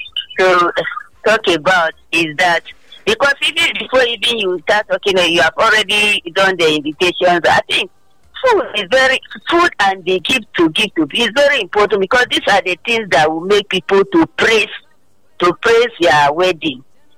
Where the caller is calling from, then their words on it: Ayobo, Lagos, Nigeria; From Ayobo.